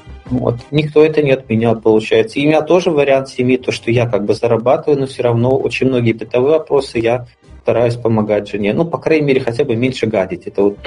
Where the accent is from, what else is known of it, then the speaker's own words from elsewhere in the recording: Belarus; Я из Беларуси